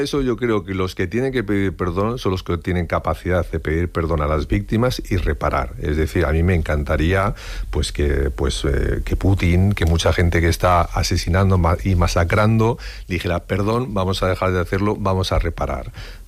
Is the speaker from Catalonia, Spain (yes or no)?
no; Aragon, Spain; me dio por explorar como buen aragonés la persona de Luis Buñuel.